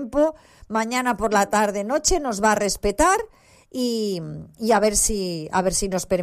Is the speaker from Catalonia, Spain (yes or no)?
yes; Barcelona, Catalonia, Spain; born there; Sí, yo soy de Barcelona. Yo he nacido en Barcelona.